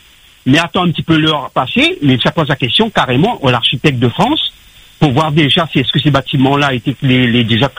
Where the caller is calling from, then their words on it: Réunion; moi, en tant que réunionnais